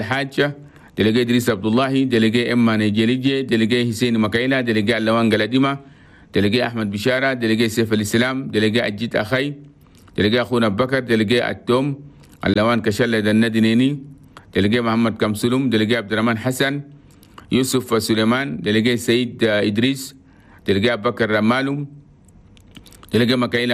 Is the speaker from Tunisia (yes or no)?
no; Chad; أنا بلدنا تشاد